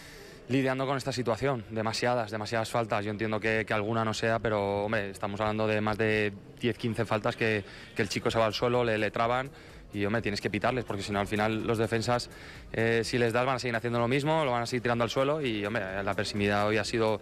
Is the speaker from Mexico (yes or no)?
no; Spain